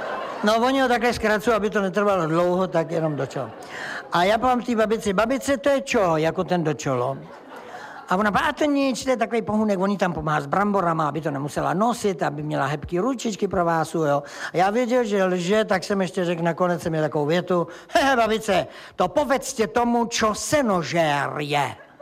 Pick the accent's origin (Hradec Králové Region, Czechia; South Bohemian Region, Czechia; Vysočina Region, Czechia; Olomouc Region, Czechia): South Bohemian Region, Czechia; já jsem blbý Jihočech